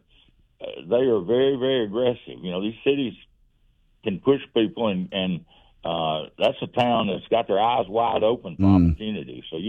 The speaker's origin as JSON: {"language": "English", "town": "Calera", "region": "Alabama", "country": "United States", "tie": "born or raised there"}